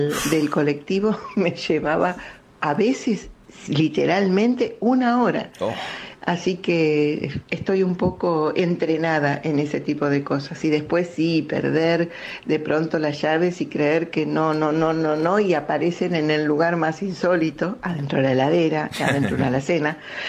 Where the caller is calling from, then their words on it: Buenos Aires, Argentina; de Devoto.